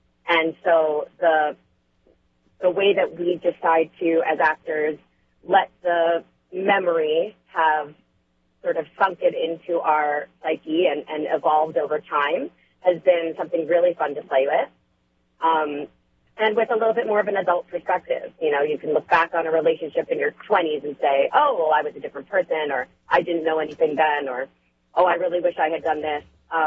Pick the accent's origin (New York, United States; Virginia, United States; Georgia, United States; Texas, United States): New York, United States; Dobbs Ferry; I'm from the River Towns. I'm from Dobbs Ferry.